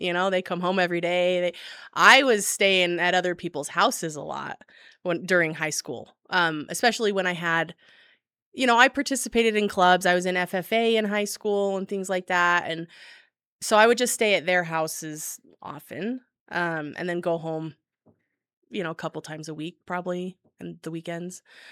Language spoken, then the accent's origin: English; Utah, United States; growing up in Burl, there's not that many opportunities, you know.